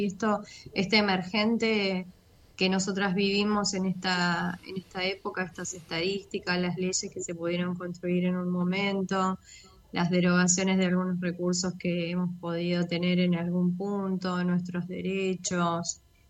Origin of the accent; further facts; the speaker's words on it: Argentina; Nosotros como argentinas y argentinos